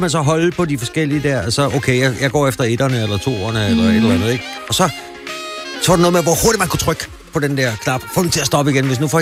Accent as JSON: {"language": "Danish", "town": "Ry", "region": "Central Denmark Region", "country": "Denmark", "moved": "yes", "said": "jeg havde også en på min grillbar derhjemme i Ry i gamle dage"}